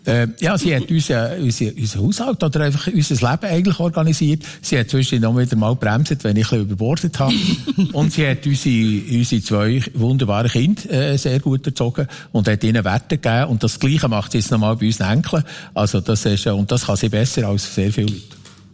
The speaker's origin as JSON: {"language": "German", "town": "Zollikofen", "region": "Bern", "country": "Switzerland", "tie": "born or raised there", "said": "wir sind in Zollikow aufgewachsen. Das ist jetzt nicht unbedingt ein Truvaya an Dorf. Also, da gibt's schönere. Es nennt sich das wahrscheinlich hässlichste Strassendorf der Welt. Trotzdem sind wir dort beide gewohnt"}